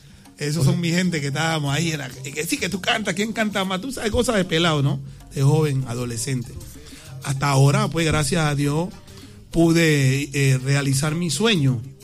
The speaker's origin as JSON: {"language": "Spanish", "town": "Panama City", "region": "Panamá", "country": "Panama", "tie": "born or raised there", "said": "Soy panameño"}